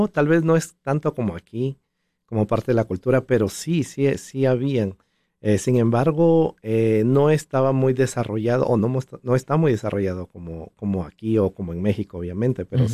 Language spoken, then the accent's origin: Spanish; Piura, Peru; moved away as an adult; now in Utah, United States; yo nací en Piura, Perú. Allá empecé mis estudios de música, de piano, de violín. Fui a la escuela de música. También fui a la universidad a estudiar ingeniería electrónica. Estuve en una orquesta sinfónica allá en Perú por 8 o 9 años aproximadamente. Y luego cuando me mudé aquí en Utah